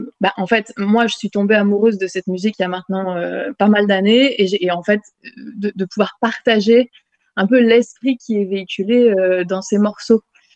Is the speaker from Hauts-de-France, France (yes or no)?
no; La Voulte-sur-Rhône, Auvergne-Rhône-Alpes, France; j'ai grandi à La Voulte-sur-Rhône